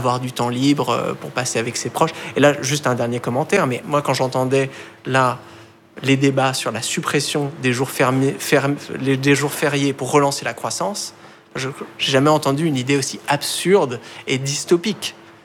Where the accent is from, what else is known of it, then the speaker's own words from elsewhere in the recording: Bailly, Île-de-France, France; Oui, ça s'appelle Bailly, c'est un petit village de quelques milliers d'habitants, c'est quand même la campagne, c'est coincé entre les plaines de Versailles, dont un grand domaine agricole, et la forêt de Marly.